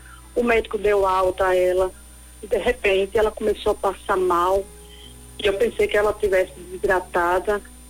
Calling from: Recife, Pernambuco, Brazil; Eu falo de Recife.

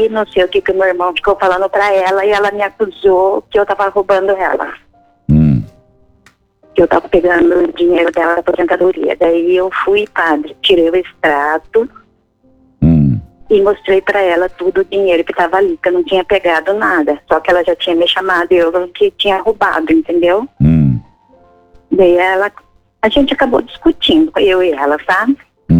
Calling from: Paraná, Brazil; Do Paraná.

